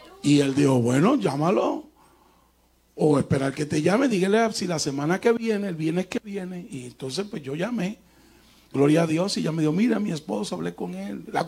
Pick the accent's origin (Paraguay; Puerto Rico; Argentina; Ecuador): Puerto Rico; moved away; also born or lived in Hawaii; Yo soy de Puerto Rico también.